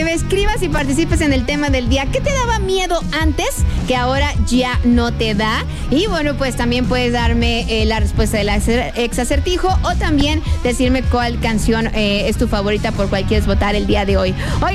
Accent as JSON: {"language": "Spanish", "town": "Guadalajara", "region": "Jalisco", "country": "Mexico", "tie": "born or raised there", "said": "Y yo estaba como muy acostumbrada porque soy de Guadalajara y allá desde que nací escucho truenos y relámpagos y lluvias y tormentas."}